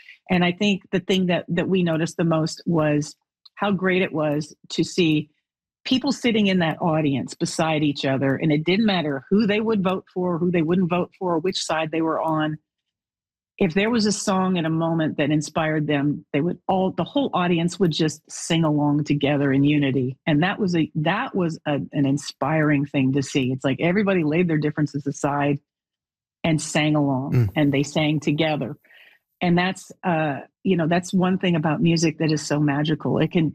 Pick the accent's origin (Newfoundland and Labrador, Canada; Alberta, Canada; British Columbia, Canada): Alberta, Canada; I want my own anthem. I want to write my own anthem. So it blends growing up in Alberta, driving on black ice.